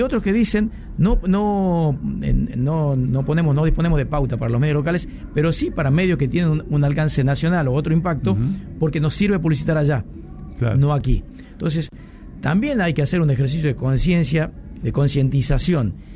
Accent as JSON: {"language": "Spanish", "region": "Tucumán", "country": "Argentina", "said": "Sí, recontra tucumano."}